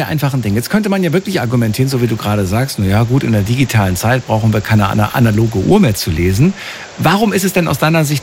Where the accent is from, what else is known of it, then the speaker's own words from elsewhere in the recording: North Rhine-Westphalia, Germany; komme aber auch aus NRW.